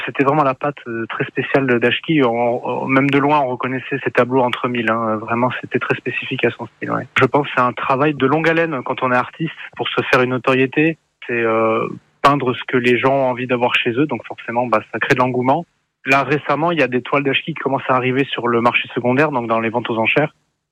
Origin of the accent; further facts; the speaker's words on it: Biarritz, Nouvelle-Aquitaine, France; Moi, je suis un enfant du pays de Biarritz